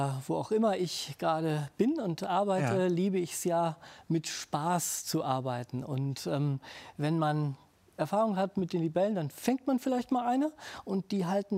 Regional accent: Solingen, North Rhine-Westphalia, Germany; Rheinland-Pfalz ist für mich absolut meine Heimat geworden. Also ich kann nicht mehr an die Wupper zurück, auch wenn die etwas sauberer geworden ist.

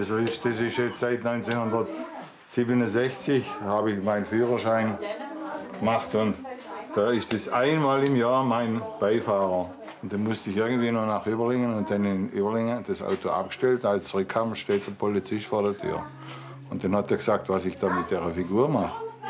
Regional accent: Siblingen, Schaffhausen, Switzerland; Und dann habe ich gesagt, ich komme aus Siblingen und da machen wir die einen Altar.

